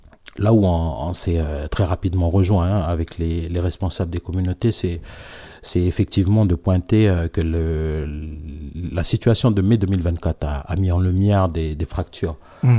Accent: New Caledonia; à nous, du peuple Kanak

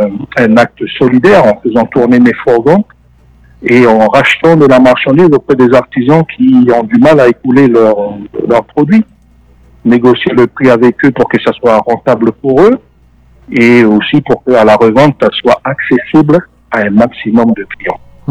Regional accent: New Caledonia; born there; also born or lived in Tahiti; je suis calédonien de naissance, mais ayant voyagé un peu partout, à Tahiti, etc.

